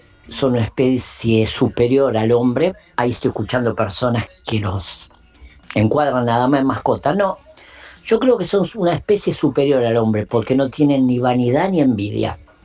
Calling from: San Martín, Buenos Aires Province, Argentina; de San Martín.

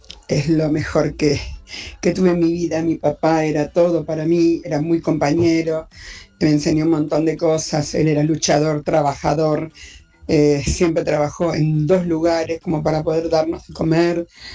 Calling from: Buenos Aires, Argentina; soy de Caballito.

